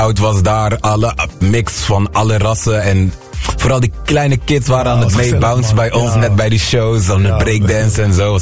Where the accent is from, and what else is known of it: Aruba; born there